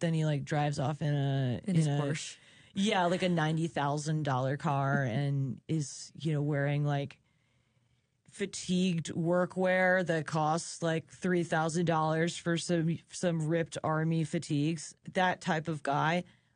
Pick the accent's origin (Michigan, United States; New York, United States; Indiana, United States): New York, United States; No, I'm from Long Island.